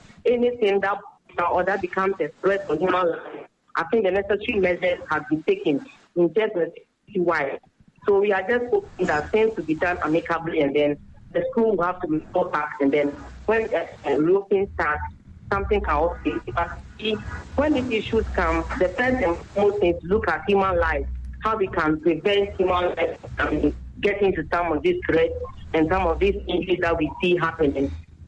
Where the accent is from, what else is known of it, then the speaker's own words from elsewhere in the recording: Ghana; our moral values that we know as a Ghanaian, the typical of the village.